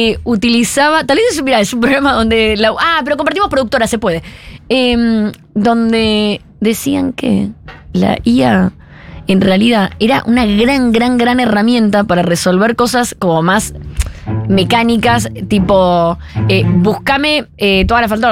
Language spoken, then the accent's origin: Spanish; Buenos Aires, Argentina; Soy tan porteña que yo nunca había ido a Posadas.